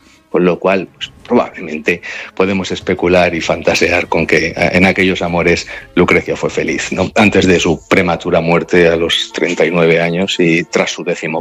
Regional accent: Valencian Community, Spain; como valenciano parlante que soy también

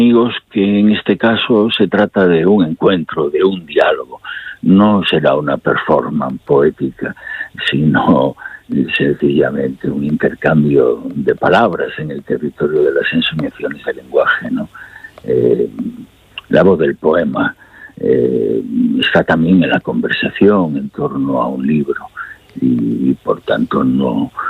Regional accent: El Bierzo, Castile and León, Spain; En mi tierra, la naturaleza en el Bierzo es la presencia totalizadora de una esperanza permanentemente agraviada.

